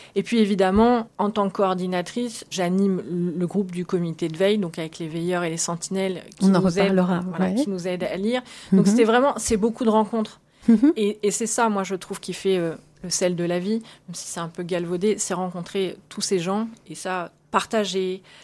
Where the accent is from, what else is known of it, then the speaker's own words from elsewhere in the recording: Niort, Nouvelle-Aquitaine, France; born there; also born or lived in Nantes / Lille / Paris / Luxembourg; now in Blois, France; Je suis née à Niort, dans les Deux-Sèvres.